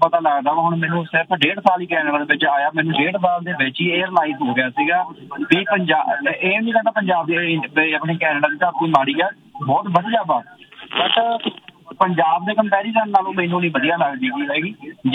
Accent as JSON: {"language": "Punjabi", "region": "Punjab", "country": "India", "moved": "yes", "lives_now": "Canada"}